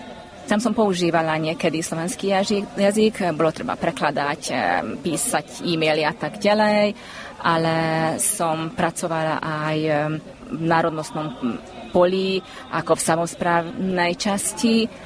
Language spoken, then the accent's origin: Slovak; Veňarec, Banská Bystrica Region, Slovakia; Ja som z Veňárcu, z Novohradskej župy.